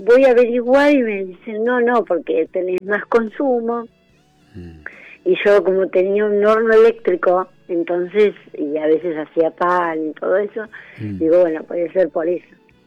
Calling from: San Miguel, Buenos Aires Province, Argentina; yo soy de San Miguel.

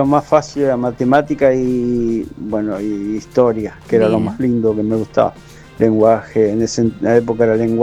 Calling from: Argentina; de Guaite

